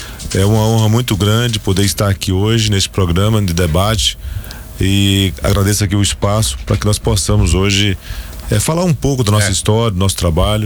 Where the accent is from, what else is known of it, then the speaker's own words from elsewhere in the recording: Anápolis, Goiás, Brazil; born there; Sim, eu nasci em Anápolis, né, em 72.